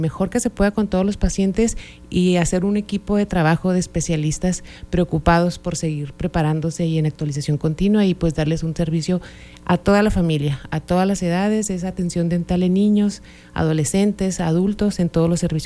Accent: Delicias, Chihuahua, Mexico; Así es, somos especialistas responsables, somos de aquí de Delicias, no vamos a ir.

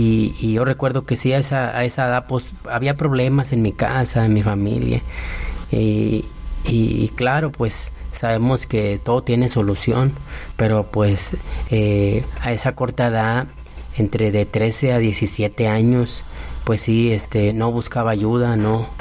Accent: Monterrey, Nuevo León, Mexico; desde la edad de 13 años aquí en Monterrey, soy nativo de aquí nací

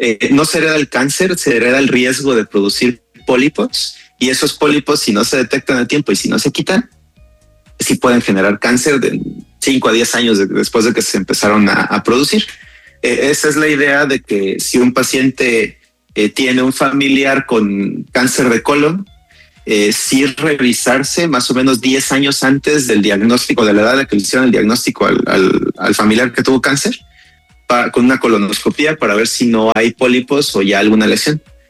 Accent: San Cristóbal de las Casas, Chiapas, Mexico; now in Colima, Mexico; yo estoy ahorita radicando en Colima, soy de San Cristóbal de las Casas, pero mi consultorio está acá en Colima.

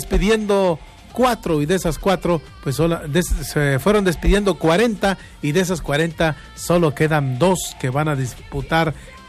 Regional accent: Mexico; nosotros como aficionados mexicanos

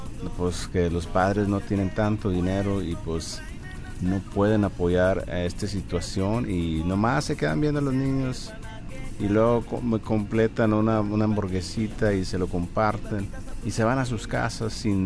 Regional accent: Mexico; cuando yo estaba creciendo en Ejido Morelos

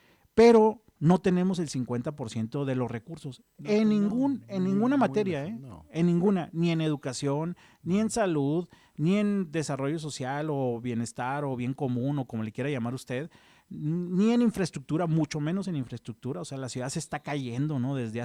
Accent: Chihuahua, Mexico; los restantes 66 municipios que somos el estado de Chihuahua.

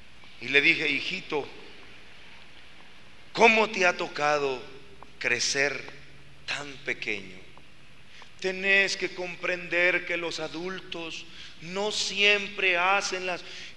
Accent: Guatemala

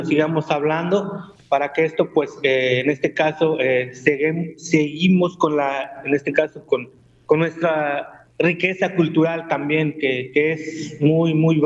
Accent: Mecatlán, Veracruz, Mexico; first language Totonac; Spanish is a second language; now in Coyutla, Mexico; soy originario de aquí de la Sierra del Totonacapan, específicamente del municipio de Mecatlán, pero ahorita me encuentro laborando aquí en el municipio de Coyutla, Veracruz.

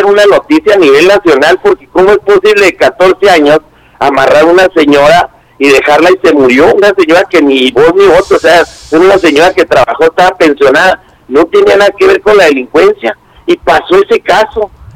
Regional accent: Ciudad Jiménez, Chihuahua, Mexico; En Ciudad Jiménez es difícil, aunque yo sea de aquí

